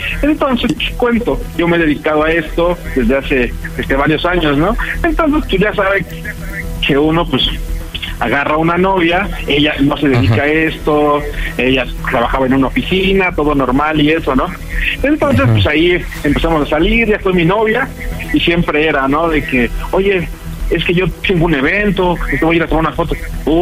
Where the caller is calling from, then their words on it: Mexico City, Mexico; Tengo 32 añitos. Uh-huh. Y soy de acá, de Azcapotzalco.